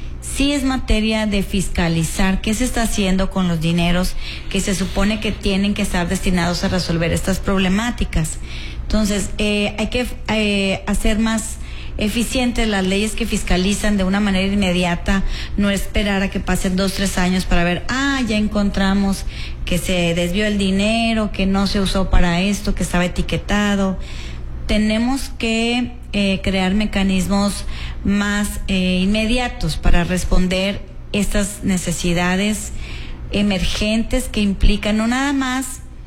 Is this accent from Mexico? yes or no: yes; Piedras Negras, Coahuila, Mexico; Sí, claro, aquí en mi ciudad, donde yo nací, que me vio crecer